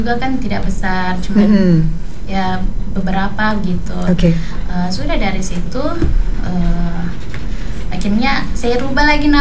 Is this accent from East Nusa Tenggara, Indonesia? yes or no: no; Makassar, South Sulawesi, Indonesia; moved away as an adult; also born or lived in Takalar; now in Fakfak, Indonesia; saya kan memang asli Makassar.